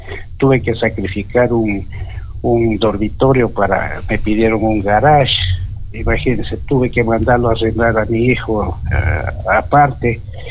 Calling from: Loja, Ecuador; ustedes saben que soy de Loja. En esta oportunidad les llamo desde la provincia del Napo, el Cantón Quijos.

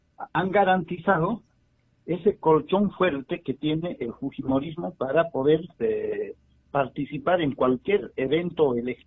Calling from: Quillabamba, Cusco, Peru; de Quillabamba.

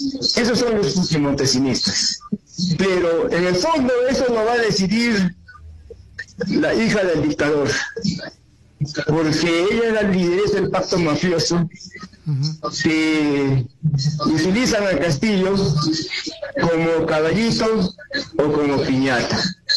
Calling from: Peru; desde Julieta.

